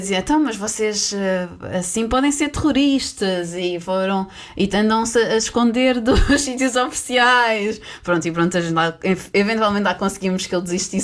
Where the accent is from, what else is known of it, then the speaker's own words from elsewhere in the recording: Portugal; como portugueses que éramos e também com uma francesa